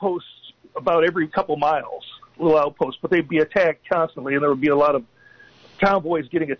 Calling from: Morgan Hill, California, United States; from Morgan Hill.

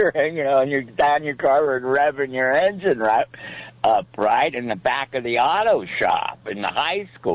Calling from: Santa Cruz, California, United States; here in Santa Cruz.

